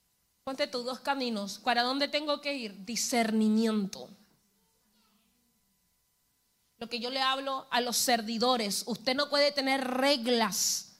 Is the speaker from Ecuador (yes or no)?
no; Talcahuano, Biobío, Chile; born there; los que nacimos en Talcahuano somos choreros.